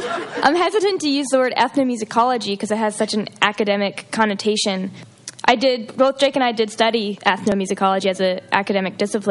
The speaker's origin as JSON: {"language": "English", "region": "Oregon", "country": "United States", "said": "well, for me, I'm an outsider. I'm from Oregon. I don't have any claim to this music at all."}